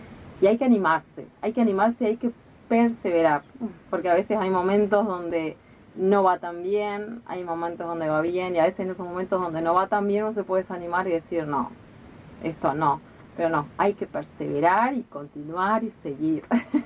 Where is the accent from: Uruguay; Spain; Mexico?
Uruguay; Vergara, Treinta y Tres; yo crecí en Vergara, ¿no? Pero a veces parece que una es de afuera. Yo digo, vos parecés el del pueblo, le digo a mi esposo, y yo la de afuera, porque yo crecí acá y parece que no conozco a nadie.